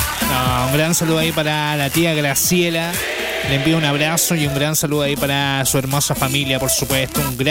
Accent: Melipilla, Santiago Metropolitan Region, Chile; digo que yo soy de Melipilla.

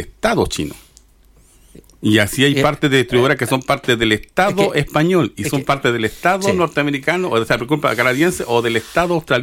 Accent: Chile; nosotros nos tenemos miedo a nosotros mismos como chilenos.

